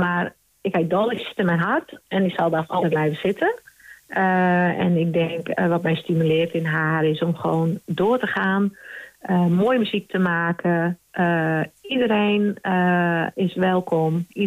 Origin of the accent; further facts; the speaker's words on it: Friesland, Netherlands; first language West Frisian; Dutch is a second language; Maar toen ik begon was het eigenlijk volledig in het Fries. Het is mijn moedertaal, ik hou ervan. Ik treed ook eigenlijk alleen maar in de provincie op.